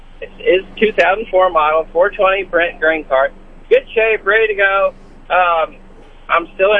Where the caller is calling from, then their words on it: Carrollton, Missouri, United States; Just north of Carrollton